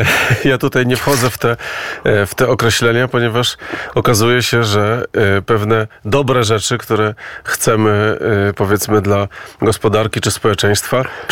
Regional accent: Gliwice, Silesian Voivodeship, Poland; Ja pochodzę z Gliwic i działam w Gliwicach

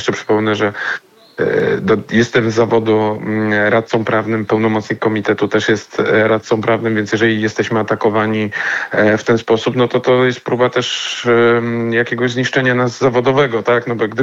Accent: Kraków, Lesser Poland, Poland; Kraków, miasto, w którym się urodziłem, w którym spędziłem całe życie i zamierzam spędzić resztę tego życia

